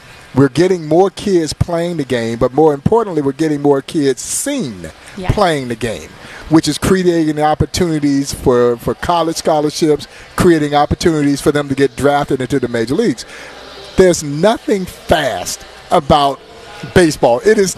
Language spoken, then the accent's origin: English; Georgia, United States; when I was growing up in Georgia